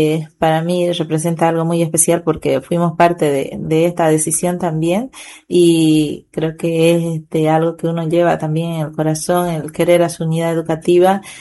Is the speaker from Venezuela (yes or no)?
no; Boyuibe, Santa Cruz, Bolivia; also born or lived in Sucre; Actualmente tengo 37 años, nacida en este pueblo de Boyuibe.